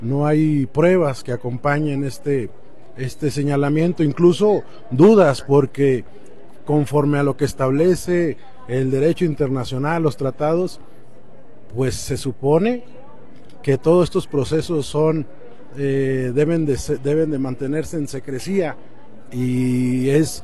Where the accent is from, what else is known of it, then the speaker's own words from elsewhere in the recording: Mexico; como diputados, como ciudadanos mexicanos